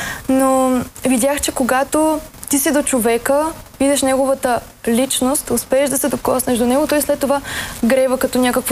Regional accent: Burgas, Burgas Province, Bulgaria; born there; Родена съм в Бургас

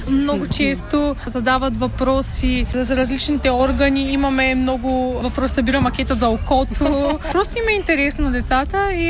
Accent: Veliko Tarnovo, Veliko Tarnovo Province, Bulgaria; Аз съм от Велико Търново

